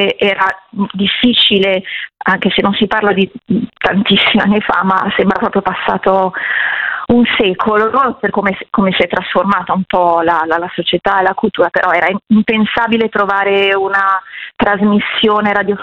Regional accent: Milan, Lombardy, Italy; Pur essendo milanese, sì.

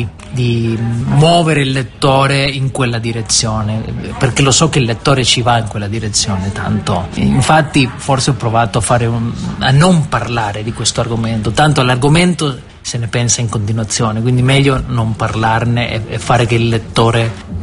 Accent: Argentina; essendo argentino della mia generazione, che io non ho proprio vissuto la dittatura ma sono nato durante la dittatura

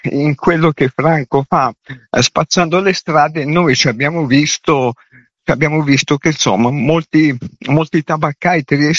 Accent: Milan, Lombardy, Italy; E dato che siamo milanesi

